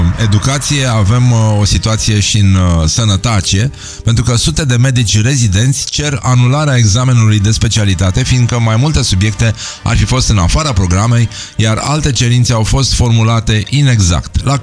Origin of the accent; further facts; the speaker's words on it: Brăila, Brăila County, Romania; noi suntem din Brăila